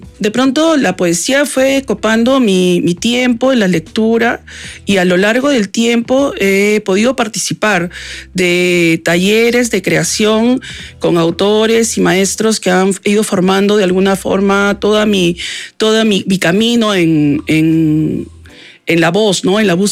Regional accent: Lima, Peru; Yo nací a media cuadra de la Plaza Italia, en el antiguo Hospital San Bartolomé. Uh-huh. Viví en la cuadra 8 del Jirón Junín, en una quinta de 26 casas. Y bueno, mi niñez fue la Plaza Italia, detrás del Congreso y el Carmen

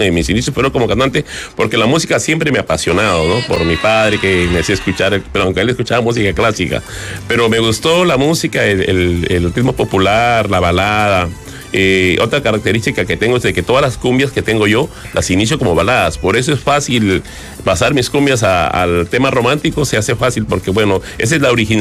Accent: Máncora, Piura, Peru; yo soy de Máncora

